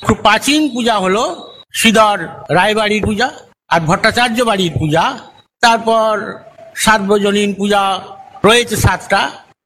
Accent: Tajpur, West Bengal, India

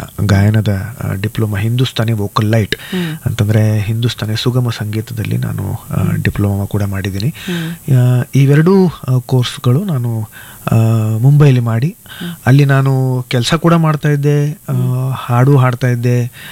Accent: Dharwad, Karnataka, India; also born or lived in Mumbai / Jath; now in Bengaluru, India; ಈಗ ಕಳೆದ 30 ವರ್ಷಗಳಿಂದ ಬೆಂಗಳೂರಲ್ಲೇ ಇದ್ದೀನಿ. ಅದಕ್ಕೆ ಮುಂಚೆ ಧಾರವಾಡದಲ್ಲೇ ಬೆಳೆದೆ. ಮುಂಬೈಯಲ್ಲಿ ನಾನು ಹುಟ್ಟಿದ್ದು, ಜೊತೆಗೆ ಮುಂಬೈಯಲ್ಲಿ ಒಂದಿಷ್ಟು ವರ್ಷ ಓದಿದ್ದೀನಿ ಕೂಡ.

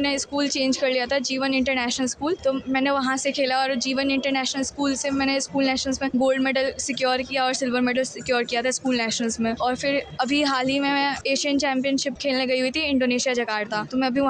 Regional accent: Motihari, Bihar, India; मैं बिहार में मोतिहारी से हूँ

